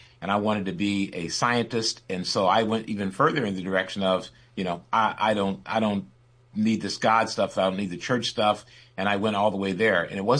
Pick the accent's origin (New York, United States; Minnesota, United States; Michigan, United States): Michigan, United States; also born or lived in Kansas; I was born in Kansas, but I was raised in Michigan.